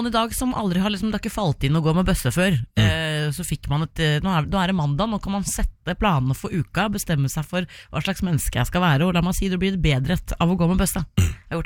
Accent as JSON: {"language": "Norwegian", "town": "Larvik", "region": "Vestfold", "country": "Norway", "said": "Ja, jeg har vært hjemme I Larvik, vet du."}